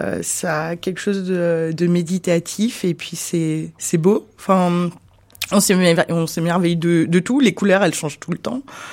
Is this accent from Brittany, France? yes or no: yes; Brittany, France; Alors moi, je suis née déjà au bord de la mer.